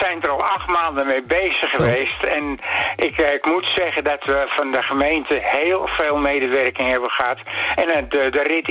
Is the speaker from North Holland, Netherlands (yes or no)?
yes; Amsterdam, North Holland, Netherlands; In mijn jeugd ben ik geboren in de Jordaan, net na de oorlog. En daar was armoed troef.